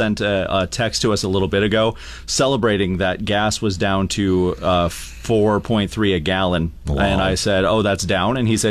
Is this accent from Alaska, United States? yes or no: yes; Alaska, United States; moved away; The interior. I'm from a very little town outside of Fairbanks.